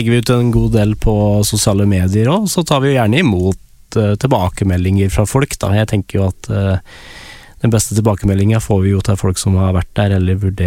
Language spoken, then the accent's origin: Norwegian; Innlandet, Norway; born there; For jeg har I hvert fall vokst opp med at jeg leste I Oppland Arbeiderblad